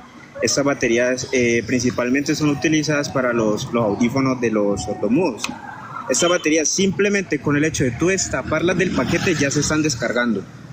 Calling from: Jamundí, Valle del Cauca, Colombia; yo vivo en Jamundí, pero yo trabajo en Cali.

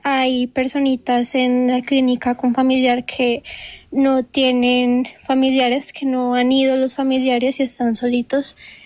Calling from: Pereira, Risaralda, Colombia; A mí me duele mucho mi ciudad

